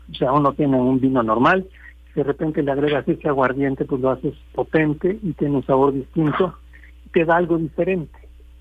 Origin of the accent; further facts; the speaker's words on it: Mexico; en particular como mexicanos, de jugar con lo extraño, con lo extranjero, e incorporarlo.